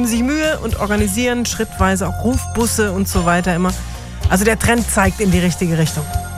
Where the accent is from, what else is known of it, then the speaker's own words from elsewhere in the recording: Tauber Valley, Baden-Württemberg, Germany; ich komme aus dem Taubertal, ich habe Familie in Hohenlohe.